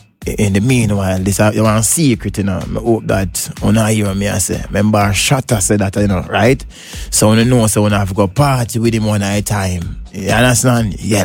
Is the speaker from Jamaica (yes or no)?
yes; Jamaica; as a Jamaican selector